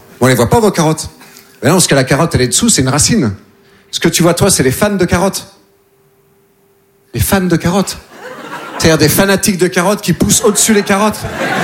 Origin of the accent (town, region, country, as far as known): Nouvelle-Aquitaine, France